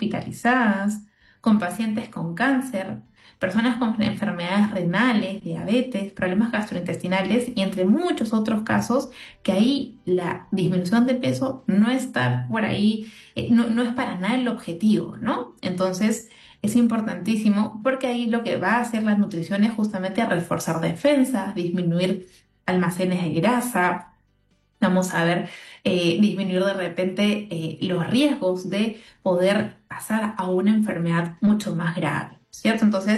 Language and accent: Spanish; Peru